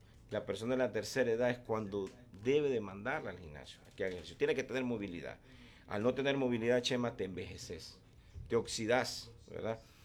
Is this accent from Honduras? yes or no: yes; Honduras; ¿de dónde sos? De Honduras.